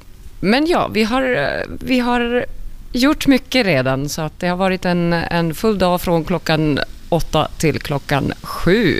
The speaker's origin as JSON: {"language": "Swedish", "country": "Finland", "said": "vi kommer från Finland såklart"}